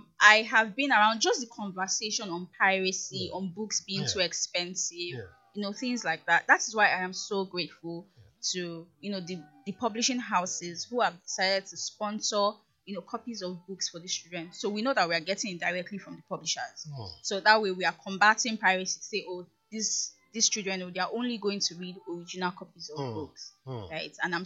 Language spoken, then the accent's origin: English; Igbo, Igboland, Nigeria; I'm Igbo now. Igbo. Yes, I'm from Igbo.